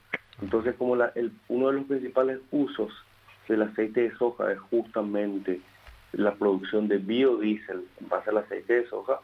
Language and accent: Spanish; Paraguay